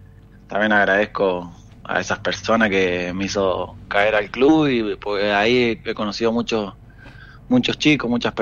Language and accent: Spanish; Mendoza, Argentina; moved away as an adult; also born or lived in Comodoro Rivadavia; now in Catriel, Argentina; Sí, soy de Mendoza, el año pasado estuve en Jorge Newbery, jugué regional ahí